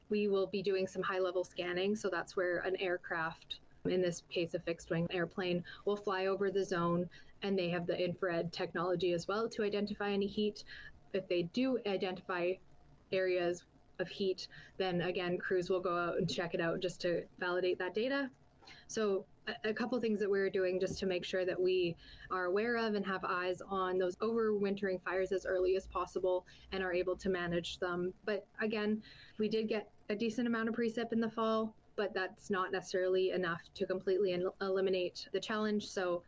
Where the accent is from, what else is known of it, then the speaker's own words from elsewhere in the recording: Kamloops, British Columbia, Canada; I'm from Kamloops, and I'm just here for the week